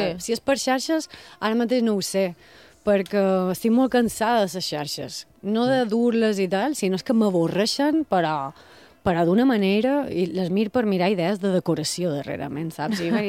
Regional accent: Balearic Islands, Spain; Som els mallorquins.

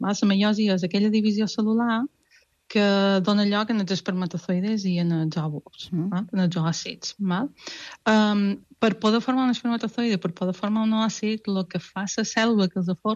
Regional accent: Balearic Islands, Spain; jo veia gent i pensava, som mallorquins.

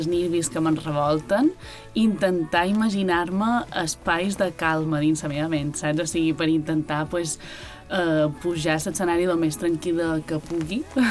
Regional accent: Petra, Balearic Islands, Spain; sóc una cantautora de Petro

